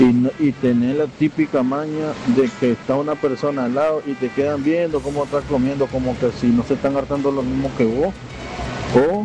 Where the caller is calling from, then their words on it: Nicaragua; Cosa que me malea como nicaragüense